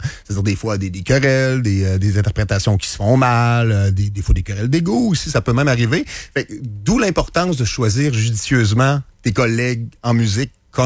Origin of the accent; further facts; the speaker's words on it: Rivière-du-Loup, Quebec, Canada; now in Quebec City, Canada; Je suis déménagé parce que moi, je viens du Bas-Saint-Laurent. Je viens de Rivière-du-Loup.